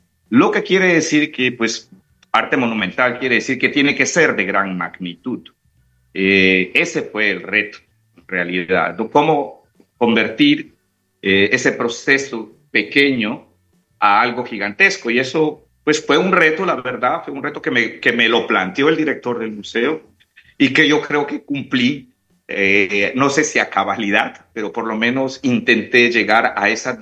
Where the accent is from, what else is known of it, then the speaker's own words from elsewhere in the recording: Peru; Yo tengo familia colombiana, mi esposa es colombiana, mis hijos son colombianos, yo soy peruano.